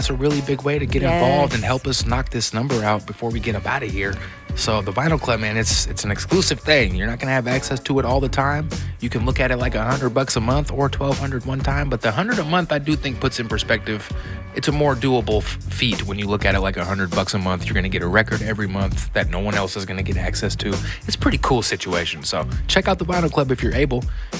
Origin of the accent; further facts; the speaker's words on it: Seattle, Washington, United States; We grew up in the Seattle hip-hop scene